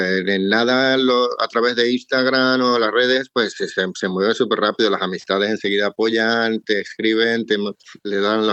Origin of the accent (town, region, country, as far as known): Venezuela; now in Spain